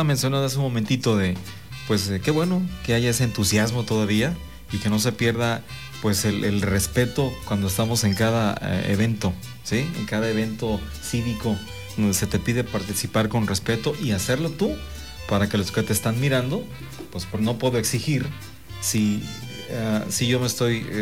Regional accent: Mexico; somos mexicanos, nos gusta la pachanga

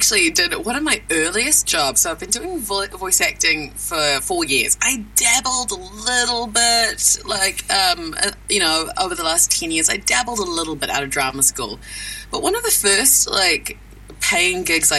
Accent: New Zealand; accent: New Zealand; I didn't have many hours under my belt, so I sound very, very half New Zealand, half Kiwi

